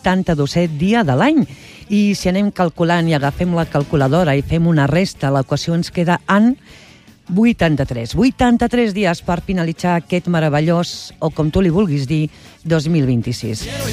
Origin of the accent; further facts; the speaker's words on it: Barcelona, Catalonia, Spain; Tot i que sóc de Barcelona, ciutat, i tinc sang de Barcelona, tinc sang de Múrcia, doncs també tinc sang de pura cepa de Castelló de la Plana.